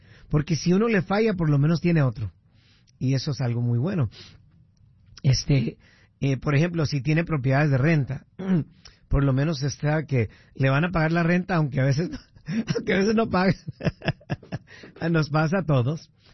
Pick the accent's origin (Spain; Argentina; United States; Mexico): United States; Huntington Park, California; moved away; una casa donde yo crecí, en Huntington Park, California.